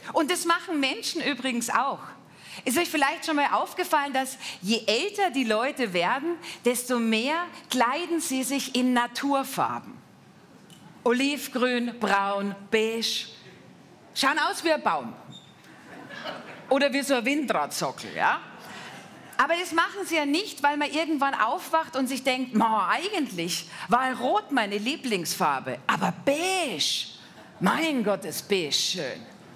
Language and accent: German; Bavaria, Germany; ich komme aus Bayern.